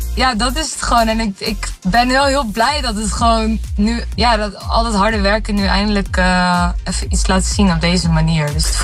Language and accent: Dutch; Assen, Drenthe, Netherlands; also born or lived in England; Ik ben geboren in Engeland, ik ben opgegroeid in Assen, in Drenthe.